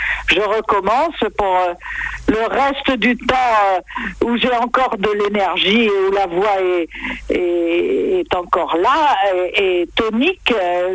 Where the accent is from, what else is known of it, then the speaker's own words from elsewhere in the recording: Nice, Provence-Alpes-Côte d'Azur, France; born there; moved away as an adult; also born or lived in Pont-Sainte-Maxence; de 8 à 23 ans, j'ai été à Nice.